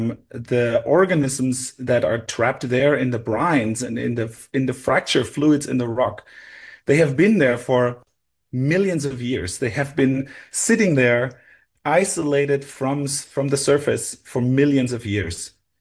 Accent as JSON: {"language": "English", "country": "Germany", "tie": "born or raised there", "moved": "yes", "said": "Yeah, so I grew up in Germany and did my undergrad work in nanobiotechnology."}